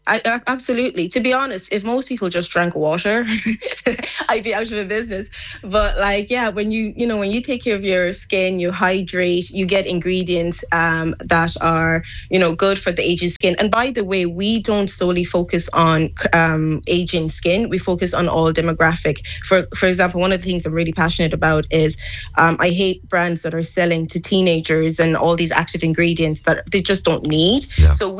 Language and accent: English; Castlebar, Connacht, Ireland; moved away as an adult; also born or lived in Asia; just my background is I'm from Mayo, Castlebar, but I got an opportunity to do my master's out in Asia. So I basically ended up living and working there